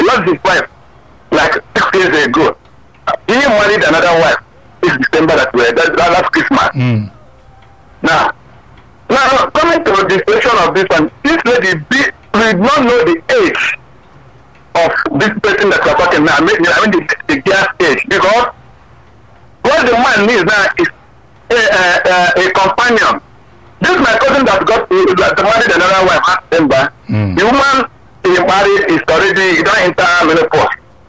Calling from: Anambra, Nigeria; I come from Oga, and in Anambra State

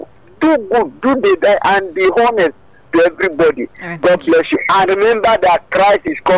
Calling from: Cross River, Nigeria; I am from Cross River State.

